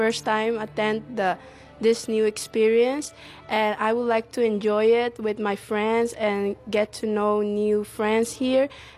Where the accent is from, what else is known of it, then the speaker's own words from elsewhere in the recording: Timor-Leste; I'm from Timor-Leste, and I came from Safre Escola Musica, the place where I started to play the violin.